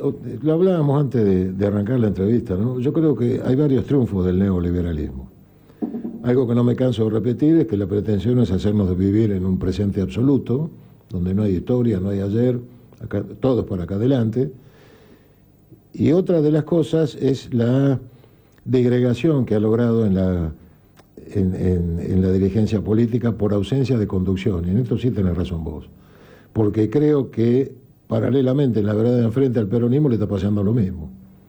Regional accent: Argentina

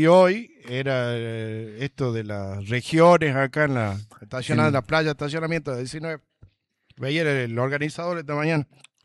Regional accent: Jujuy, Argentina; bardeamos porque somos jujeños.

